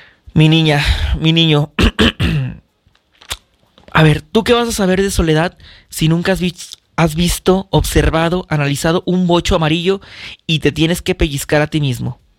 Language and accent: Spanish; Mexico; O sea, como buen mexicano, ¿qué es lo que haces?